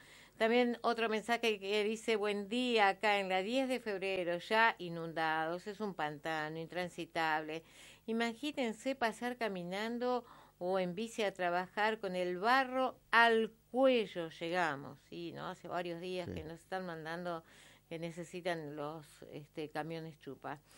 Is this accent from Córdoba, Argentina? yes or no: no; Los Menucos, Río Negro, Argentina; un abrazo … también soy de Los Menucos. Es el pueblo maravilloso, es el pueblo maravilloso.